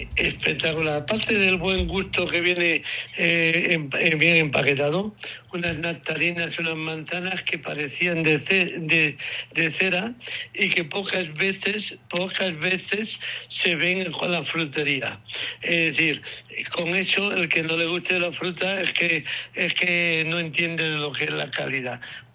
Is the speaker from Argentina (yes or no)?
no; Spain